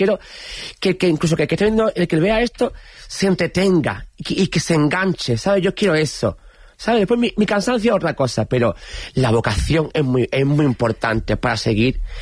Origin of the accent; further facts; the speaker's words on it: Andalusia, Spain; En mi tierra, en Jerez, en Cádiz, en San Fernando.